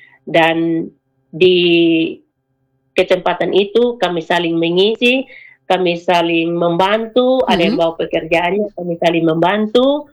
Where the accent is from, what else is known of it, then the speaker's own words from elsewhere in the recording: Amarasi, East Nusa Tenggara, Indonesia; Jadi itu adalah satu kebanggaan buat kami orang Amarati terlebih khususnya.